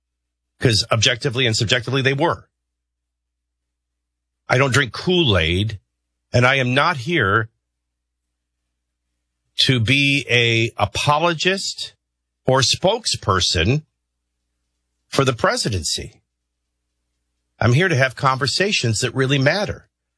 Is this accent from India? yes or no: no; Chicago, Illinois, United States; moved away; I grew up in Chicago.